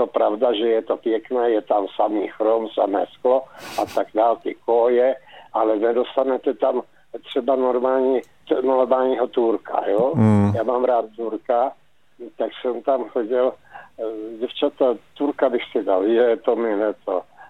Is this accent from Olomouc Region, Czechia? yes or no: no; South Moravian Region, Czechia; Protože pocházím tady z Moravy a ne teda z Hodonína, ale od Hodonína a v té době ze zemědělské rodiny